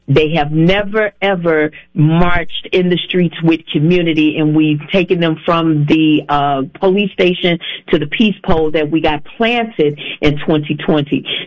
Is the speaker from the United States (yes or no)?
yes; St. Louis, Missouri, United States; I am from St. Louis, Missouri. I live exactly 10 minutes from where Michael Brown was actually murdered in our city.